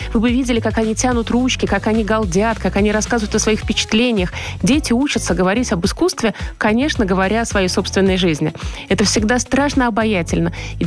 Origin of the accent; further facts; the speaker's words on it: Saint Petersburg, Russia; Я выросла в Петербурге, своя специфика.